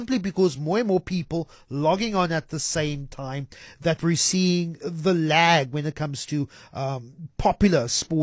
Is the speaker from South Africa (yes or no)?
yes; South Africa; I'm a South African